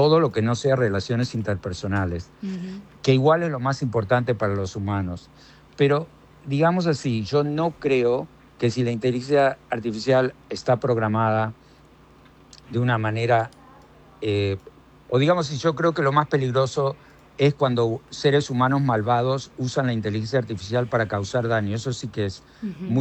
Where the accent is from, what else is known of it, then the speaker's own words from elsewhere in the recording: Buenos Aires, Argentina; born there; siendo ciudadano argentino, porque yo soy ciudadano argentino, nacido en Buenos Aires